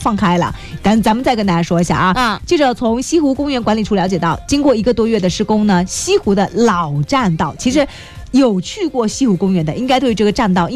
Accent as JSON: {"language": "Chinese", "town": "Fuzhou", "region": "Fujian", "country": "China", "said": "我们福州人就不要去添乱了"}